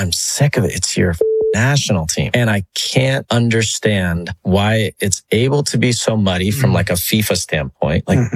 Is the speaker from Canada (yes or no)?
yes; Canada; I'm Canadian. I'm super proud of being Canadian.